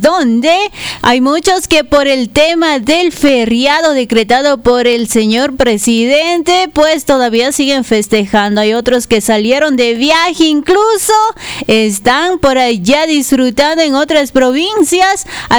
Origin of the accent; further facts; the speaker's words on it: Ecuador; como buen ecuatoriano que somos